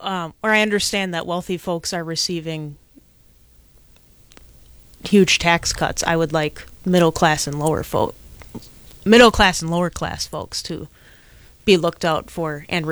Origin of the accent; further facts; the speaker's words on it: Grand Chute, Wisconsin, United States; also born or lived in Green Bay; now in Hortonville, United States; I grew up in Grand Chute. I'm 34 years old.